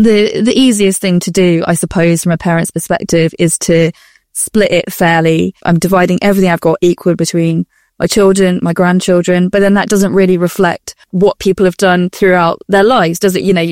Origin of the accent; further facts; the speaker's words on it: United Kingdom; we're British.